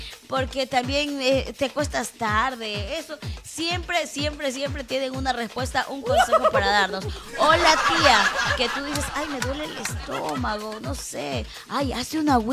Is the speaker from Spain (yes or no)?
no; Ecuador; Así que así somos los ecuatorianos.